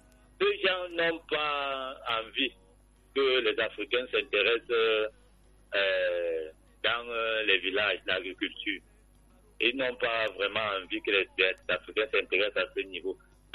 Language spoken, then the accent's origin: French; Cameroon; born there; je suis né au Cameroun.